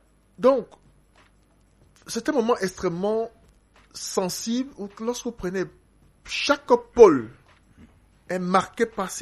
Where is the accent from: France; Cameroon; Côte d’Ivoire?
Cameroon